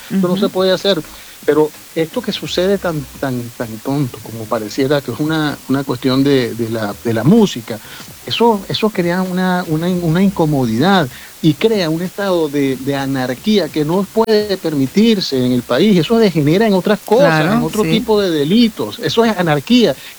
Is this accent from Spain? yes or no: no; Venezuela; Yo soy venezolano y me corren sangre venezolana por las venas